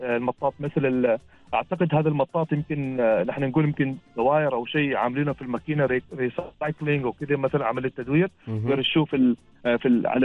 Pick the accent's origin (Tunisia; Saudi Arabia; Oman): Oman; عندنا في الملاعب في عمان